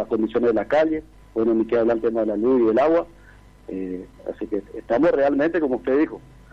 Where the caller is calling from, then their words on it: Chaco, Argentina; yo soy nuevo acá en el barrio, y me duele porque soy un ciudadano chaqueño